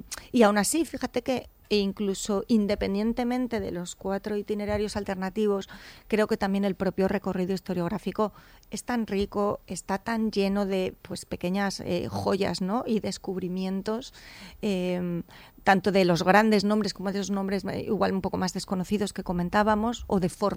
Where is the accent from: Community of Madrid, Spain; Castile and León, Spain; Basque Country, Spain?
Castile and León, Spain; Y a pasear por los campos. Es un pueblito de León, un pequeño pueblito por la soba arriba. Y me paso todo el tiempo tranquilamente con mi familia y mi gente en el campo